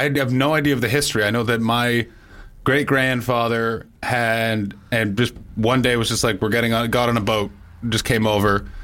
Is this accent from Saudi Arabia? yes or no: no; Canada; Well, I'm from North America. We talk differently.